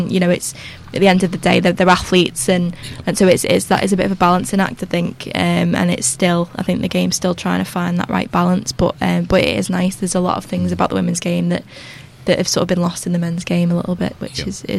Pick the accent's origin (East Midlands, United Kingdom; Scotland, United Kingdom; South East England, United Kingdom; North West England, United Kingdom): North West England, United Kingdom; Widnes; So I'm from Widnes.